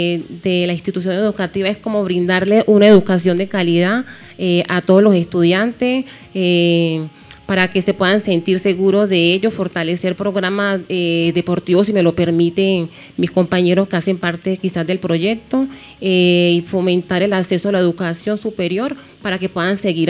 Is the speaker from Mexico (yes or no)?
no; Quito, Pichincha, Ecuador; also born or lived in Abejorral, Colombia; now in Medellín, Colombia; yo normalmente vivo en la ciudad de Quito, soy nacida y criada allá, pero hace varios años vivo en la ciudad de Medellín